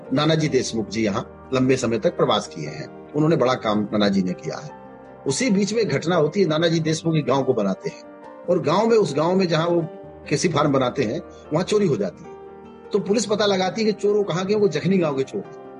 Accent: Uttar Pradesh, India

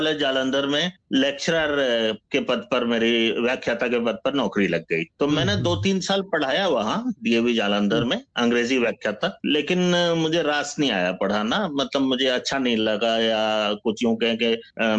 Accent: Amritsar, Punjab, India; born there; moved away as an adult; also born or lived in Patna, Bihar / Munger, Bihar / Bhagalpur, Bihar; now in Delhi, India; भागलपुर में बचपन बीता, और उसके बाद जब मैं 10 वर्ष का था तो पिताजी अमृतसर आ गए पंजाब में, और तब से वहीं रहा, बड़ा हुआ, फिर उसके बाद दिल्ली में जॉब लग गई तो दिल्ली आ गया।

